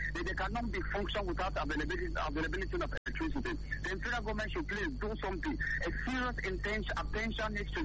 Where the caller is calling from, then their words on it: Niger State, Nigeria; You're absolutely on to … I'm calling you from Niger State this morning.